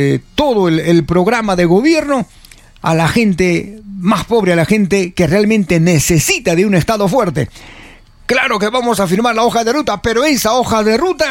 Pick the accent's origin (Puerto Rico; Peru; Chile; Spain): Peru; somos peruanos.